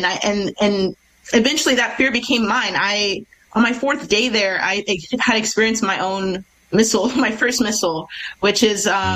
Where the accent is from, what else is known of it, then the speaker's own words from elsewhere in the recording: United States; my privilege as an American